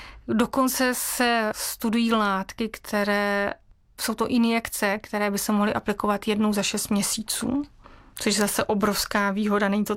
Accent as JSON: {"language": "Czech", "region": "Moravia", "country": "Czechia", "also_born_or_lived": "Leuven, Belgium", "moved": "yes", "lives_now": "Plzeň, Czech Republic", "said": "Já jsem původně z Moravy, teď žiju v Plzni."}